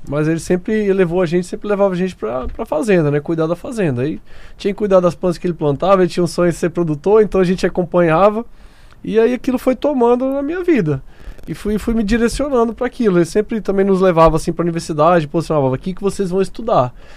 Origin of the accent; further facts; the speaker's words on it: Bonfim, Brazil; born there; eu sou nascido no Bonfim.